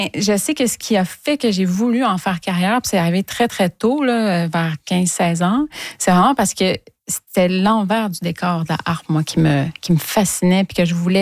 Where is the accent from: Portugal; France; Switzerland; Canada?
Canada; Trois-Rivières, Quebec; moved away; je viens de Trois-Rivières. J'ai habité longtemps à Trois-Rivières